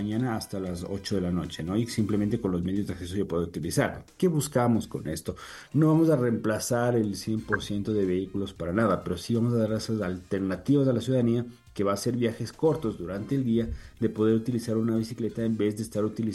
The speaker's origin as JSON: {"language": "Spanish", "town": "Quito", "region": "Pichincha", "country": "Ecuador", "said": "dejar el sedentarismo como quiteños"}